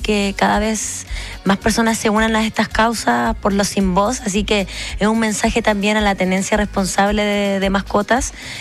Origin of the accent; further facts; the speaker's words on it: Iquique, Tarapacá, Chile; yo soy de Iquique.